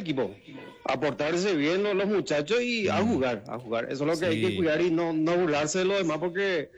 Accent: Paraguay; No, yo soy paraguayo.

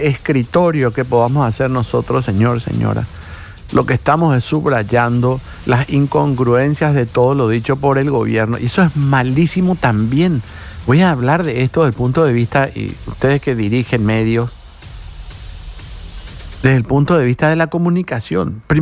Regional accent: Paraguay

